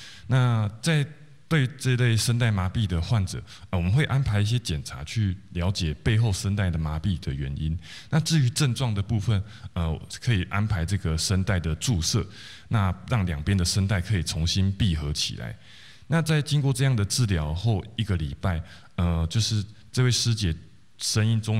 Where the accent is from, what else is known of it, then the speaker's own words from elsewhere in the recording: Tianwei, Changhua County, Taiwan; 我是来自彰化县田尾乡毕业于高一医学系，那后来在台中慈济进行耳鼻喉的训练，目前任职于大林慈济耳鼻喉部。